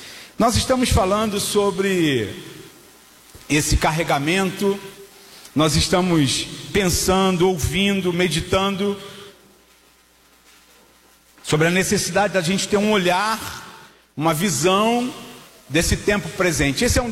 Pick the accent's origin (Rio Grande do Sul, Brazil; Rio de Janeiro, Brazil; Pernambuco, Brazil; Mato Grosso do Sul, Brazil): Rio de Janeiro, Brazil; eu sou do Rio